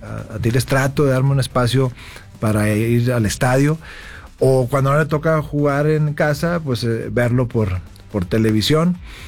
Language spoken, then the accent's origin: Spanish; Nuevo León, Mexico; Soy de Nuevo León, por supuesto.